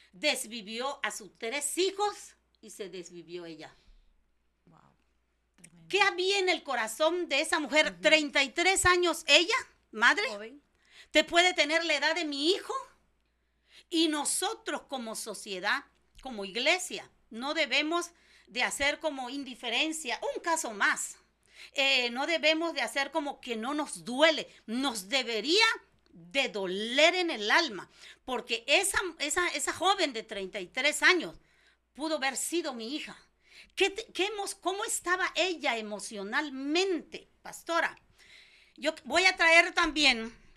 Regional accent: Mexico; voy a meter a México, a mi país.

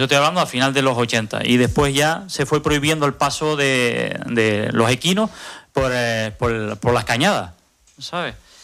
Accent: Los Realejos, Canary Islands, Spain; soy de Ico del Alto, de un pueblo un barrio de Los Ralejos. Vengo de familia de tratante de bestias y cochinero.

